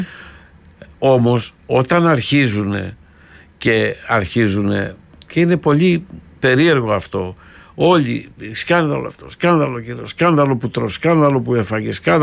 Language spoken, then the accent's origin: Greek; Patras, Western Greece, Greece; Είμαι διευθυντής σε μια εφημερίδα, μεγάλη εφημερίδα στην επαρχία, γιατί επαρχιώτης είμαι εγώ από την Πάτρα.